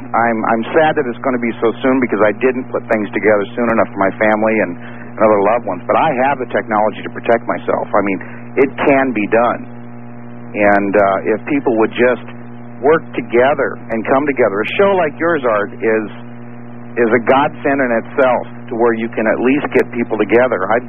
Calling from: Iowa, United States; I am in Iowa.

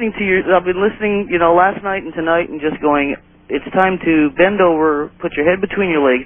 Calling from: Pasadena, California, United States; Gina, I'm calling from Pasadena, California.

